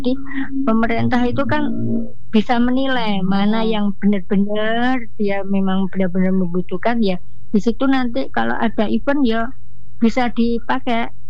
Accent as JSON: {"language": "Indonesian", "town": "Kediri", "region": "East Java", "country": "Indonesia", "tie": "born there", "said": "Ya kan memang aku lahir dari Kediri, jadi aku warga Kediri"}